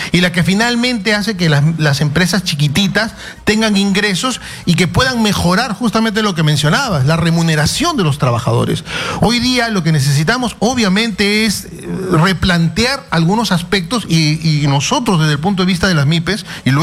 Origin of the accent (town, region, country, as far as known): Peru